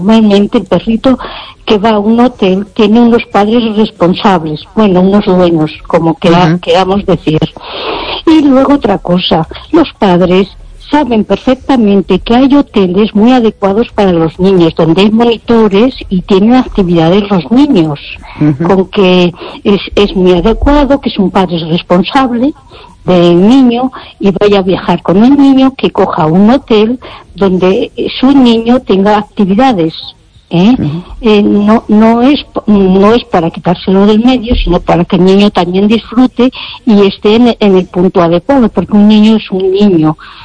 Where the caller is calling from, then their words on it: Ourense, Galicia, Spain; Desde Orense.